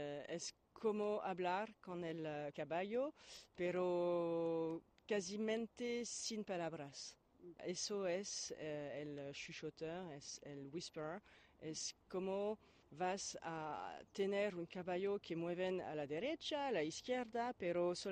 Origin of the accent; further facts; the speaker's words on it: Paris, Île-de-France, France; soy de París y soy la directora general del Barn desde 3 años.